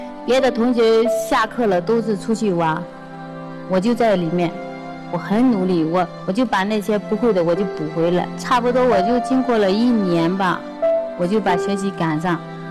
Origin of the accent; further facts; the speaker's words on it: Fujian, China; 我从福建来。